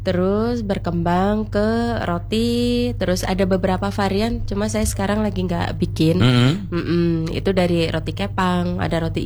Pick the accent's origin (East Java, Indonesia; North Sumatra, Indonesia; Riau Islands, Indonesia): East Java, Indonesia; Bangil; moved away; Karena saya asli Bangil ya.